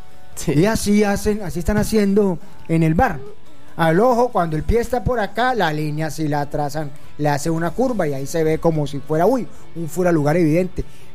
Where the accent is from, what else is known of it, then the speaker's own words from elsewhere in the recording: Colombia; somos malos perdedores como colombianos